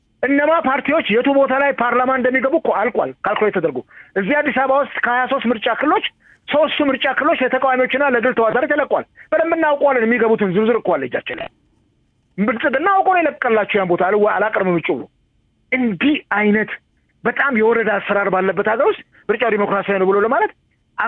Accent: Oromia, Ethiopia; አሁን ደግሞ ወደ ጉጂ እኔ ተወልጄ ያደግኩበት ቦረና አካባቢ እነኚህ ግጭቶች እያየሉ መጥተዋል።

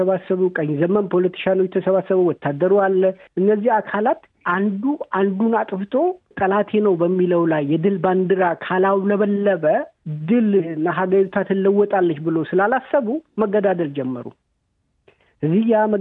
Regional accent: Gambela, Ethiopia; አሁን እኔ ያደግኩበት አካባቢ ኢግላቴሪያል የሆነ ሶሳይቲ ያለ ጋምቤላ ቦርደር ላይ ያሉ ሰዎች

